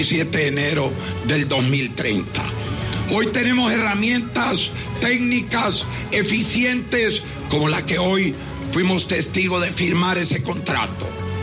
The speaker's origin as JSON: {"language": "Spanish", "country": "Honduras", "said": "Tenemos un deber también, todos como hondureños, de poder hacerle frente juntos a este gran flagelo."}